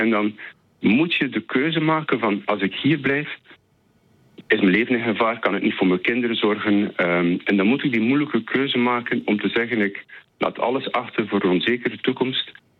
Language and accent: Dutch; Bruges, Flanders, Belgium; accent: Flemish; moved away as an adult; now in Amsterdam, Netherlands; ik kom uit Brugge, maar ik woon al 9 jaar in Nederland, in Amsterdam.